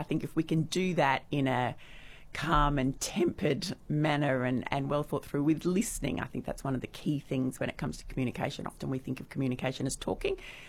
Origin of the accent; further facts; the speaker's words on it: Melbourne, Victoria, Australia; So I grew up in Melbourne and I went straight from school to university.